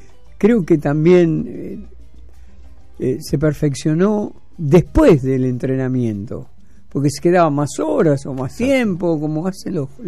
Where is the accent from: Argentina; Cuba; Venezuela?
Argentina; se paraliza el país cuando juega Argentina. Somos muy futboleros.